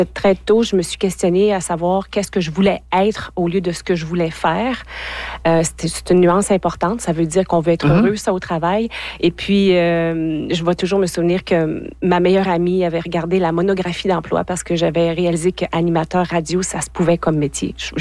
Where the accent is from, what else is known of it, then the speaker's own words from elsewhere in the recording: Saint-Bruno, Quebec, Canada; moved away as an adult; now in Abitibi, Canada; Je suis de Saint-Bruno au Lac-Saint-Jean, un petit village à l'époque qui avait 2500 habitants. Je dis à l'époque, ça fait vraiment longtemps maintenant que j'ai quitté mon petit patelin. Maintenant, je me considère un peu comme une Abitibienne.